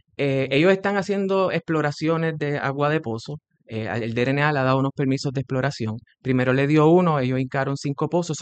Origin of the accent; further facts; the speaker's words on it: Cabo Rojo, Puerto Rico; Yo soy de Cabo Rojo y yo, esa es mi área